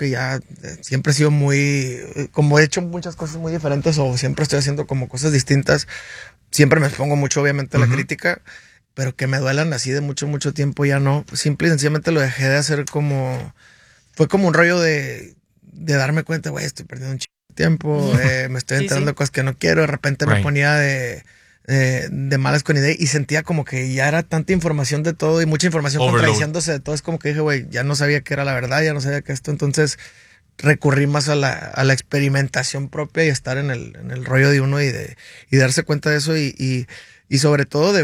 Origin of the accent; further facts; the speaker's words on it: Hermosillo, Sonora, Mexico; soy de Sonora, estamos bien impuestos a la crítica